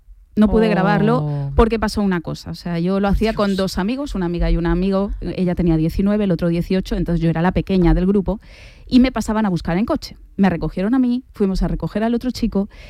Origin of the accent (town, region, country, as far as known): Calvià, Balearic Islands, Spain; born or raised there